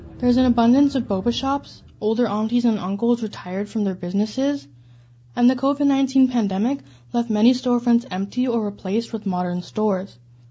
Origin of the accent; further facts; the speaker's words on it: San Francisco, California, United States; I grew up in San Francisco, and Chinatown was like my second home. My grandparents immigrated to the city back in 1992 and have worked in Chinatown for decades.